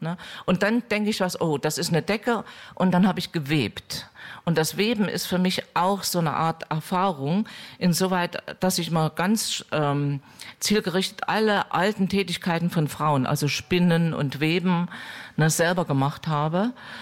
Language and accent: German; East Germany, Germany; Also ich komme aus der DDR